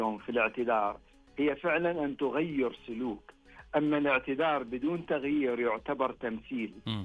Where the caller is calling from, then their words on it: Eastern Province, Saudi Arabia; من الشرقية.